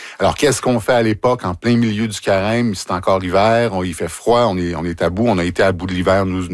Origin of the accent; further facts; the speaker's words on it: Baie-Saint-Paul, Quebec, Canada; moi, j'ai grandi à Baie-Saint-Paul, donc je suis pas loin de cet univers-là de Pierre Perrault et tout ça.